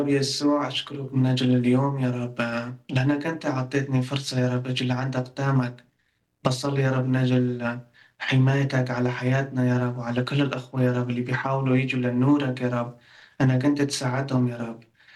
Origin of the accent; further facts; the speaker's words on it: Afrin, Aleppo Governorate, Syria; أنا بداية … يعني وطن، أنا كردي من مدينة عفرين.